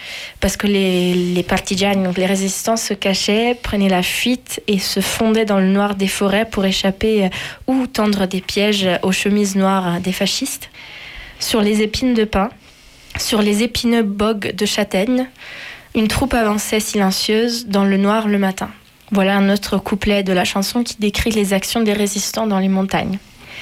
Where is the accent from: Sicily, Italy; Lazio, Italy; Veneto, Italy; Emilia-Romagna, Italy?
Veneto, Italy; Venice; born there; j'ai tout de suite pensé à ma ville natale, Venise, qui est une ville à mesure d'eau, comme on dit, où les ponts sont donc souverains.